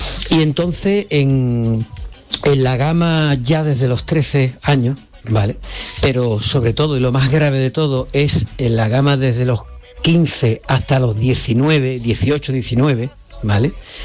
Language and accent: Spanish; Cádiz, Andalusia, Spain; buenas tardes … de Cádiz.